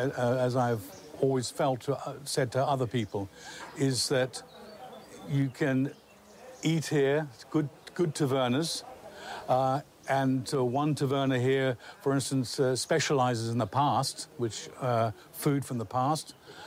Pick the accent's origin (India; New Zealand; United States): New Zealand; for me, as a New Zealander, all the way from New Zealand, for me it was v